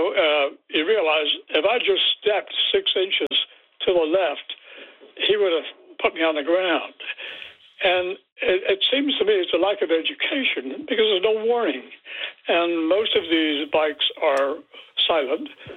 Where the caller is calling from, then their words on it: Peterborough, Ontario, Canada; as somebody who uses the walking trails here in Peterborough